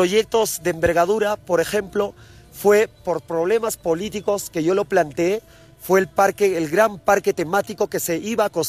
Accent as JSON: {"language": "Spanish", "town": "Cutervo", "region": "Cajamarca", "country": "Peru", "also_born_or_lived": "Lima", "moved": "yes"}